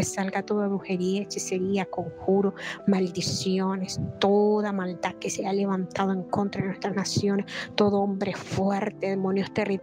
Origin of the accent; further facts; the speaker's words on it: Nicaragua; Les saludo desde mi tierra, Nicaragua